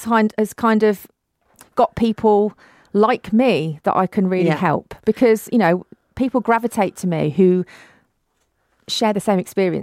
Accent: Christchurch, South West England, United Kingdom; also born or lived in Edinburgh, Scotland; now in Black Country, United Kingdom; So, yeah, but I was born in Scotland, just outside Edinburgh. I lived there for 3 years. Mum and Dad moved down to the South Coast, Christchurch near Bournemouth, when I was three.

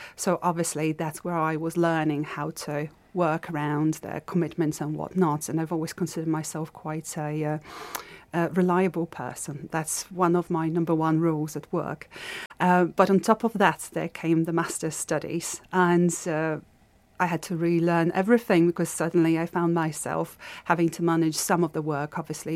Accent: Poland; now in Stourbridge, United Kingdom; From Poland. But oh, right. For long enough, yes. I've adopted my boyfriend's family as my own and the Black Country, and specifically Wollaston in Stourbridge, very much as my own home and community.

